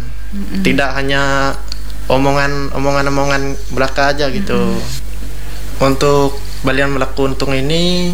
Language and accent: Indonesian; Rungan District, Central Kalimantan, Indonesia; di daerah saya itu di Kecamatan Rungan, Kabupaten Gunung Mas ya.